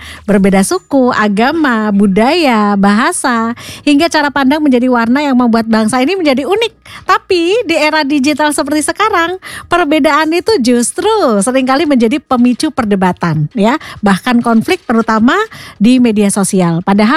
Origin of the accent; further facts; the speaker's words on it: Purwokerto, Central Java, Indonesia; Jadi kita sama-sama Puerto Rico ya. Purwokerto Pride ya